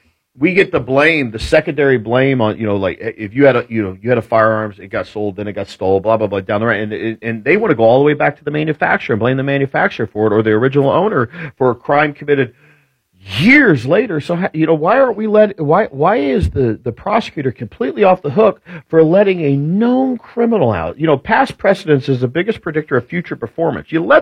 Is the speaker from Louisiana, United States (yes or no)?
no; Indianapolis, Indiana, United States; I am an indie guy. I grew up in Indianapolis. I love the city of Indianapolis.